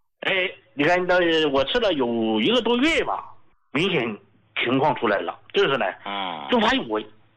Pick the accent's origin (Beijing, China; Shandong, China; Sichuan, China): Sichuan, China; accent: Sichuanese; now in Chongqing, China; 用我们四川话讲呢，那睡得踏实了。